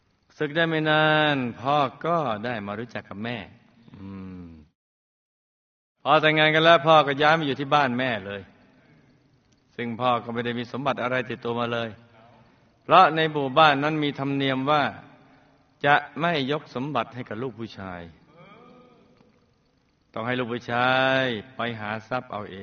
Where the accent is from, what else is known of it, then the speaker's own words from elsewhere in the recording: Nakhon Phanom, Thailand; born there; เกิดที่จังหวัดนครพนมในครอบครัวชาวนาเจ้าค่ะกระดูกสันหลังของโลกมีพี่น้อง8คนตัวลูกเป็นคนที่หนึ่งลูกมีชีวิตที่ลำบากมาตั้งแต่เด็กๆ